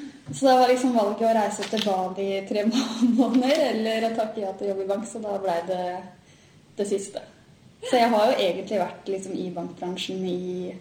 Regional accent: Buskerud, Norway; born or raised there; also born or lived in Nes / Gol

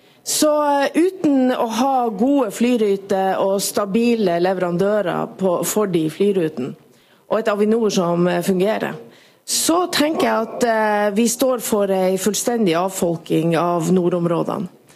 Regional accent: Finnmark, Norway; Jeg kommer fra Sørøya, som ligger helt vest i Finnmark

